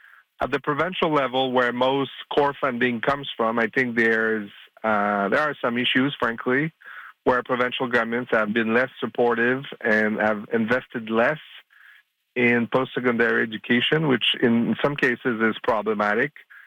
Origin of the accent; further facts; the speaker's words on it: Canada; gives me a lot of pride as a Canadian.